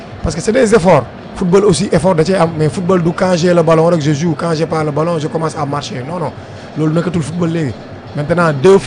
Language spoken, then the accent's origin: French; Senegal; nous, en tant que Sénégalais.